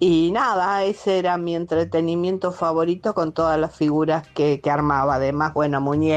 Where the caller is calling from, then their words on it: Tigre, Buenos Aires Province, Argentina; vivo en Tigre.